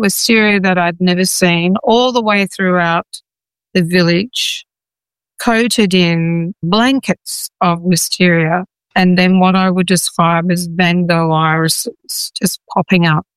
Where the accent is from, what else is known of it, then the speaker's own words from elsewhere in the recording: Australia; we in Australia